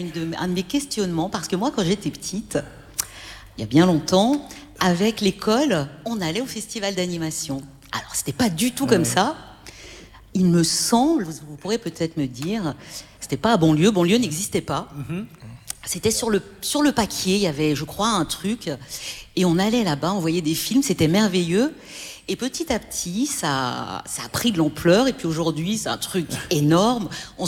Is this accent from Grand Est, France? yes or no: no; Annecy, Auvergne-Rhône-Alpes, France; moi je suis d'Annecy.